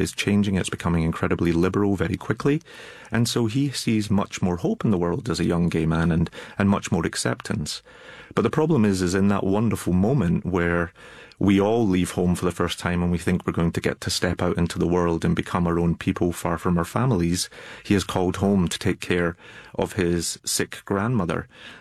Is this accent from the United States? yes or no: no; Glasgow, Scotland, United Kingdom; I am a Scotsman who grew up in Glasgow, but I had never been to the Outer Hebrides before.